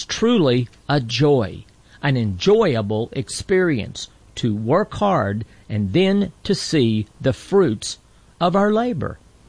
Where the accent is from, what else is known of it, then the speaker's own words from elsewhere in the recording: Texas, United States; As a young boy growing up in Texas, my dad taught me the importance and the joy of laboring.